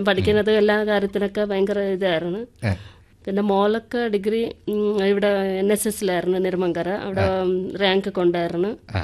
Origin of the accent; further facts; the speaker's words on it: Andhra Pradesh, India; Malayalam is a second language; moved away; Andhra Pradesh.